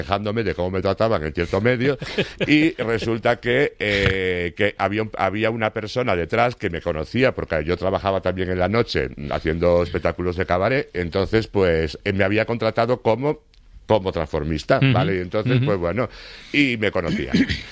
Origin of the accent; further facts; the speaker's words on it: Foz, Galicia, Spain; now in Madrid, Spain; Yo soy de Foz, Lugo, sí, señor.